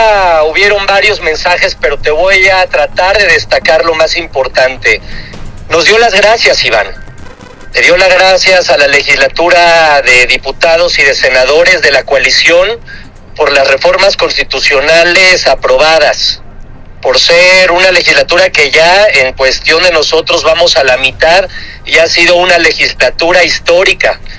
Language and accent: Spanish; Puebla, Mexico; yo te lo digo como poblano y como poblano que puede ver a todo mundo a los ojos